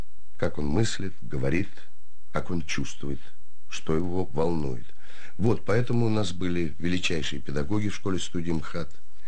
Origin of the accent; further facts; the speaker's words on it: Tula, Tula Oblast, Russia; born there; Я родился в Туле, родился во время спектакля.